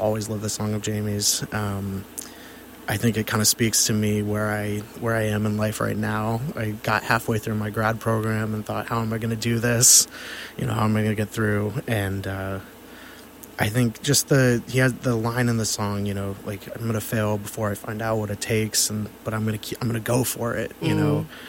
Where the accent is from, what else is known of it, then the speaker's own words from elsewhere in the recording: Massachusetts, United States; Yeah, so growing up, for the first couple years of my life, I grew up in Western Massachusetts.